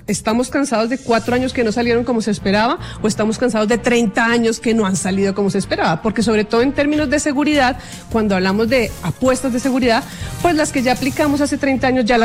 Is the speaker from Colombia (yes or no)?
yes; Colombia